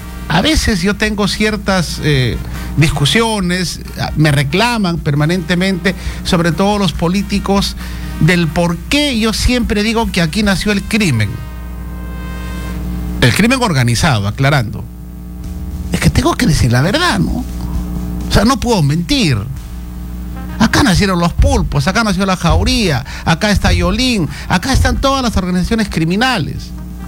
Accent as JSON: {"language": "Spanish", "town": "Trujillo", "region": "La Libertad", "country": "Peru", "tie": "born or raised there", "said": "Bienvenido a Trujillo, a mi tierra"}